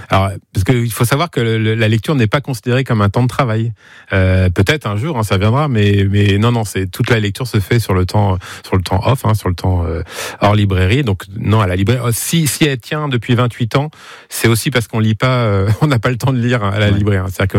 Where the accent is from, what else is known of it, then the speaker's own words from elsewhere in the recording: Nuillé-sur-Vicoin, Pays de la Loire, France; also born or lived in Laval; Moi, je suis originaire de Nuillé-sur-Vicoin.